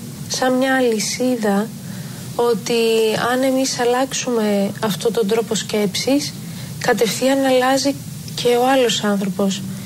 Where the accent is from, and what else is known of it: Greece